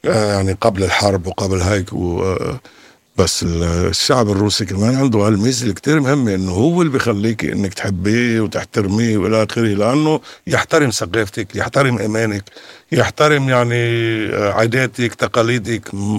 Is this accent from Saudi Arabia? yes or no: no; Lebanon; moved away; وتعرف أني أنا لبناني،